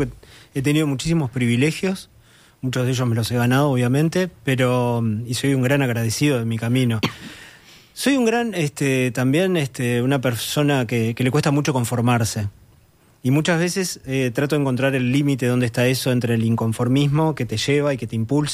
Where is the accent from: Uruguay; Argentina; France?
Uruguay; Montevideo; now in Malvín, Montevideo, Uruguay; Nací en La Unión. Y ese fue como el barrio de toda mi niñez y parte de mi juventud. Y después, en realidad, en mi vida más de adulto fue Malvín.